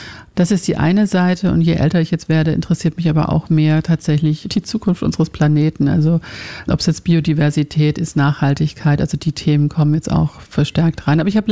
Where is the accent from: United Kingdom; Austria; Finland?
Finland; moved away; ich komme ja ursprünglich aus Finnland.